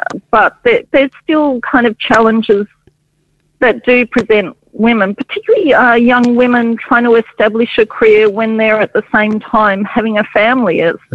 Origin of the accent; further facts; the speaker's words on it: Hobart, Tasmania, Australia; growing up in Tasmania. I grew up in Hobart, actually in Battery Point, and I was surrounded by history.